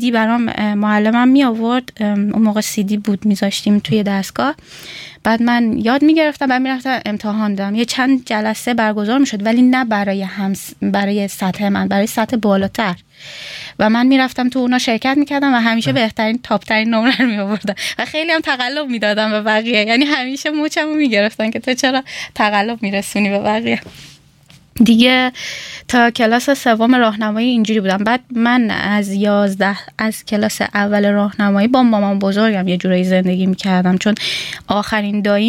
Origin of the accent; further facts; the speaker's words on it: Iran; moved away as an adult; now in Germany; اول قرار بود که در مورد زندگیم تو ایران توضیح بدم